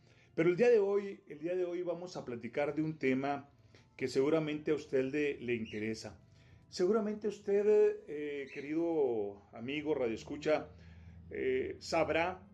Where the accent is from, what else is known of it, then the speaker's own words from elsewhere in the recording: Valle de Zaragoza, Chihuahua, Mexico; born there; now in Ciudad Camargo, Mexico; paisano de mi tierra, de la tierra que me vio nacer, Valle de Zaragoza.